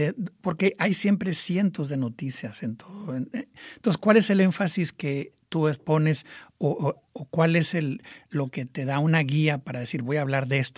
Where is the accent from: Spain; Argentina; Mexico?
Mexico; yo le voy a decir una cosa, yo soy mexicano, pero en los ochentas, casi 6 años estuve como activista del Movimiento por la Solidaridad con El Salvador